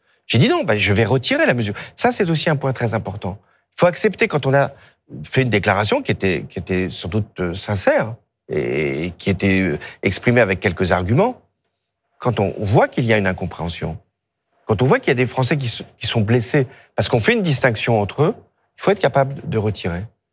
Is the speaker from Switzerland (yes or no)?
no; France; Moi, je suis français.